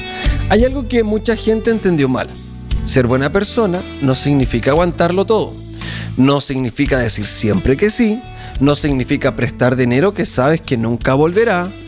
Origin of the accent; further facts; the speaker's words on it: Iquique, Tarapacá, Chile; also born or lived in Santiago; Yo me crié allá, claro. Yo nací en Santiago, pero viví seis años hasta los 17 vivía allá en Iquique.